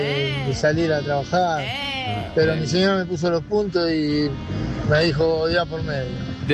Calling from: General Rodríguez, Buenos Aires Province, Argentina; de General Rodríguez.

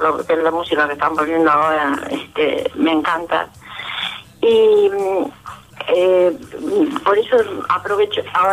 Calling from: San Lorenzo, Santa Fe, Argentina; de San Lorenzo, como digo siempre.

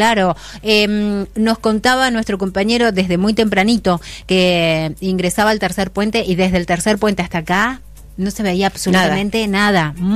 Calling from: San Antonio Oeste, Río Negro, Argentina; Desde San Antonio Oeste

